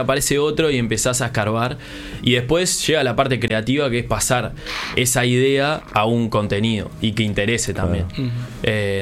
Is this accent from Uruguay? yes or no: yes; Florida, Uruguay; yo soy de Florida